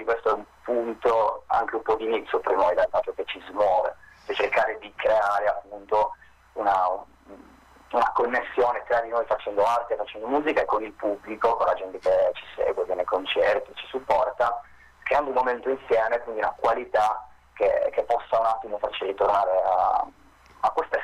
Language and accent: Italian; Sardinia, Italy; moved away as an adult; now in Turin, Italy; io vengo dalla Sardegna, in realtà sono arrivato qui per motivi di studio